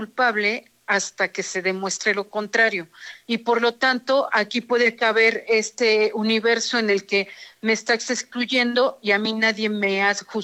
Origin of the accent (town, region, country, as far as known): Mexico